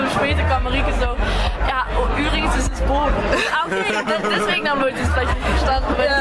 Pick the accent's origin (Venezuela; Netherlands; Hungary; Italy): Netherlands; Also ja, ich komme aus Holland, ich kannte die nicht vorher.